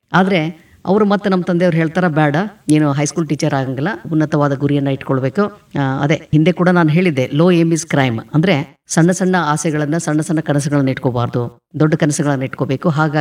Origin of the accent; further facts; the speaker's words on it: Shiggaon, Karnataka, India; ನಾನು ಹುಟ್ಟಿದ್ದು ಅದೇ ಶಿಗ್ಗಾವಿ ಒಳಗೆ, ನಮ್ಮ ತಾಯಿಯ ತವರೂರು ರೀ ಅದು.